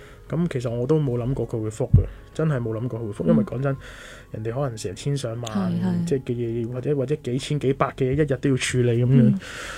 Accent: Hong Kong; 我嚟自香港

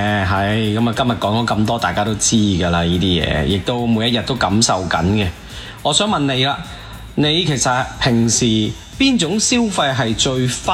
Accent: Hong Kong; 作为香港人呢，你讲到香港人喺香港生活嗰种通胀压力呢，令到我哋真係吃不消呢

